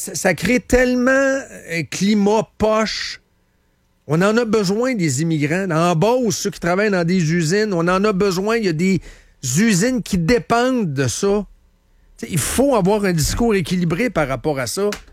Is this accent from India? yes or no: no; Canada; Moi aussi, j'ai droit. Moi, je suis un Canadien.